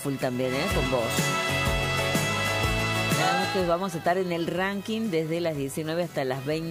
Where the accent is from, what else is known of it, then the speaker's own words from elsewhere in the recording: Puerto San Julián, Santa Cruz, Argentina; Parañó, sí, Clau, soy de Puerto San Julián.